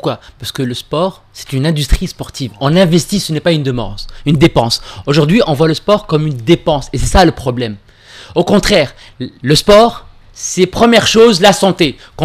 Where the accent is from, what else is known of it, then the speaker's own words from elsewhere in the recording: Tunisia; On est tunisien. On a un moule qui est spécifique, qui est unique au monde.